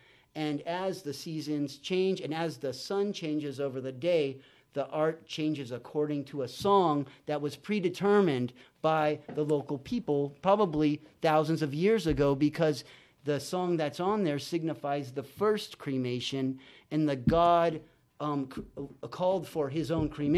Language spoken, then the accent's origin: English; San Bernardino, California, United States; also born or lived in San Felipe, Mexico; so I kind of feel like I'm kind of from San Felipe and then also from San Bernardino. Most people don't know that about me, but I partially grew up in Mexico during the summers